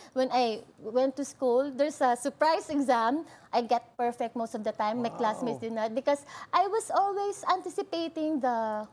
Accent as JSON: {"language": "English", "town": "Puerto Princesa", "region": "Mimaropa", "country": "Philippines", "tie": "born or raised there", "said": "I was born and been raised in Puerto Princesa, Palawan. I grew up there. From childhood, I've been so competitive."}